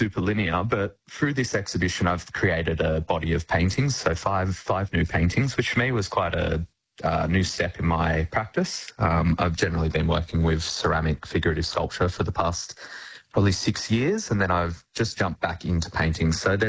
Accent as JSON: {"language": "English", "town": "Avalon", "region": "New South Wales", "country": "Australia", "tie": "born or raised there", "said": "So I was raised in Avalon on the Northern Beaches, where I felt that being an Aboriginal person was really quite a tricky thing to be."}